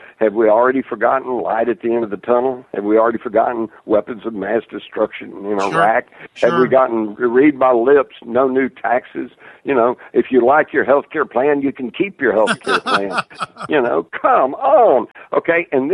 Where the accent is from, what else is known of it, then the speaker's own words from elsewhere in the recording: Texas, United States; I grew up in Texas